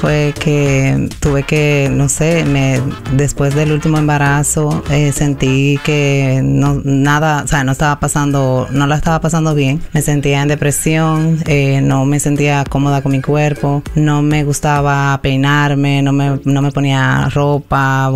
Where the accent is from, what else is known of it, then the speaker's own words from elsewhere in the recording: Santiago de los Caballeros, Santiago, Dominican Republic; moved away as an adult; now in Florida, United States; Bueno, vengo de República Dominicana.